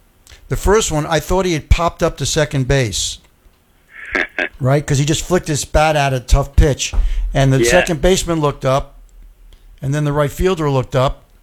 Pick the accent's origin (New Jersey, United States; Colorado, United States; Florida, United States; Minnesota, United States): New Jersey, United States; We grew up in New Jersey